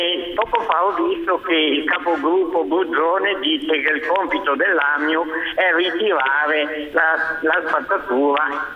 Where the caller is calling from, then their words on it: Genoa, Liguria, Italy; da Quinto.